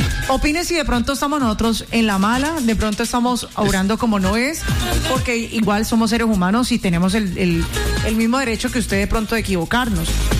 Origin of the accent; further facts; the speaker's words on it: Cali, Valle del Cauca, Colombia; la casa de nosotros es Cali. Y como caleño